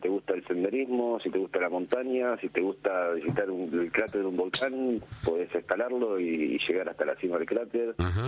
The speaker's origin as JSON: {"language": "Spanish", "country": "Argentina", "said": "Y yo, a pesar de que voy a gritar los goles de Argentina también, porque soy argentino."}